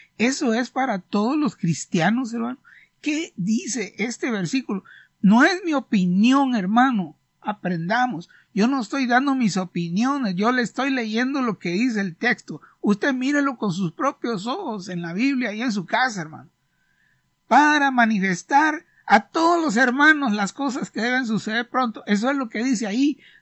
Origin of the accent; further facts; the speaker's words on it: Honduras; yo soy de Honduras